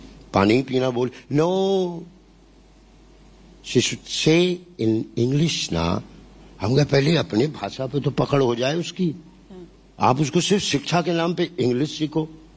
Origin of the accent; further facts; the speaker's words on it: Varanasi, Uttar Pradesh, India; born there; moved away as an adult; also born or lived in Bihar; now in Mumbai, India; बनारस ने बहुत पाला, जन्म यहाँ दिया, तो लेकिन है पूर्वांचल ही सब।